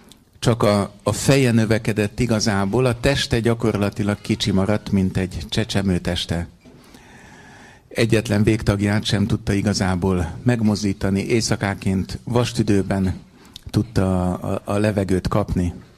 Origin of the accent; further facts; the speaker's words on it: Budapest, Hungary; Itt születtem Budapesten, második kerületben nőttem föl 1964-ben. Apai ágon a családunk sváb gyökerű, az apai ág Apatinból származik, és